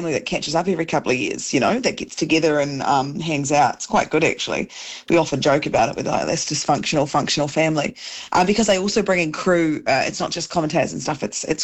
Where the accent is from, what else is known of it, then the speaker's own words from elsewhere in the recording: New Zealand; So it's not just, I'm not the only Kiwi.